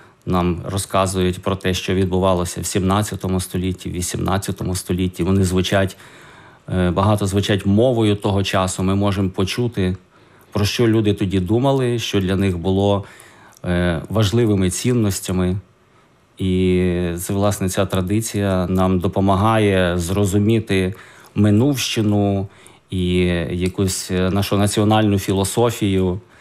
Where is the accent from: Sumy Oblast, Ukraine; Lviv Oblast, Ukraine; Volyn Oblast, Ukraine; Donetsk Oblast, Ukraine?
Volyn Oblast, Ukraine; Kovel; born there; я народився в Ковелі. І Коваль – це було таке місто, куди приходили якраз лірники.